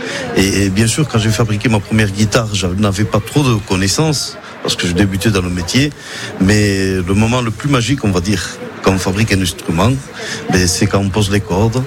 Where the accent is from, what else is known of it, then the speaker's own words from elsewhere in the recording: Reims, Grand Est, France; born there; Je suis né à Reims, oui.